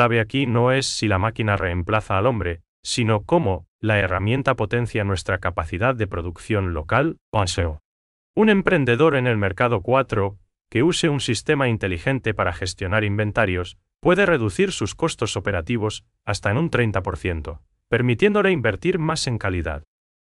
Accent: Paraguay; ese calorcito humano que nos distingue como paraguayos. Si logramos integrar sistemas que entiendan nuestros modismos y el guaraní

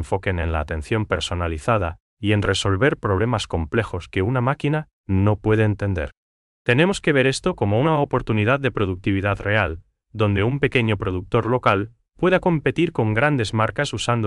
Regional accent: Paraguay; solo nosotros, como paraguayos, sabemos dar en el trato diario.

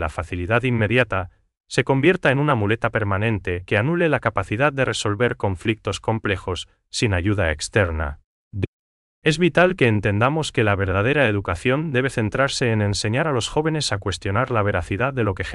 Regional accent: Paraguay; esa chispa paraguaya que nos hace únicos en la región.

